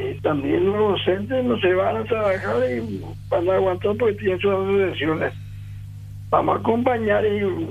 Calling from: Asunción, Paraguay; Yo soy de Sajonia.

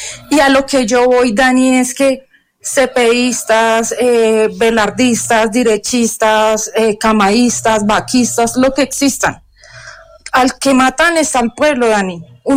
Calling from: Colombia; todos somos colombianos

